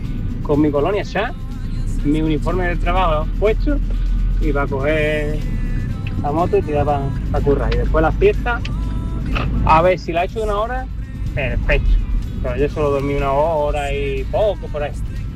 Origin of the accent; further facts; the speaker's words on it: Málaga, Andalusia, Spain; buenos días, Yuyu y compañía. … de Málaga.